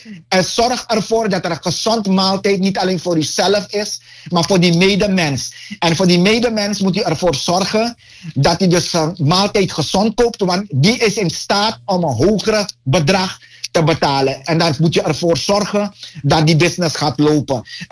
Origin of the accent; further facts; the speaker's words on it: Suriname; now in Netherlands; en als ik zeg van ik ben Surinamer, dan lijkt het alsof ik een Surinaams paspoort heb.